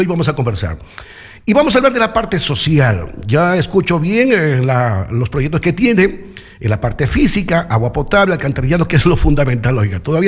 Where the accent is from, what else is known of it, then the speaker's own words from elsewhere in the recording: Chuquiribamba, Loja, Ecuador; born there; Chuquiribamba, pues, mi tierra linda.